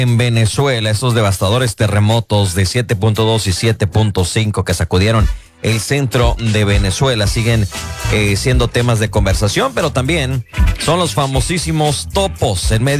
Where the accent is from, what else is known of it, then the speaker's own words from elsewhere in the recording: Mexico; los mexicanos somos buenos para otra cosa que simplemente el deporte